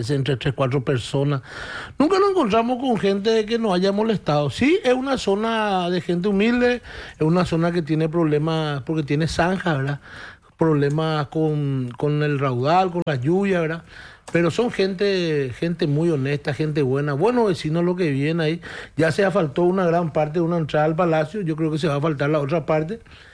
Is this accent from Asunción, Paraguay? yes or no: no; Fernando de la Mora, Central, Paraguay; born there